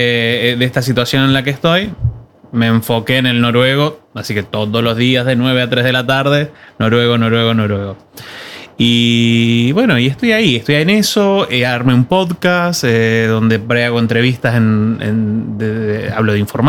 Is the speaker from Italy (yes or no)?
no; Tierra del Fuego, Argentina; also born or lived in Tucumán / Rosario / Spain; Y bueno, y yo soy argentina, claramente.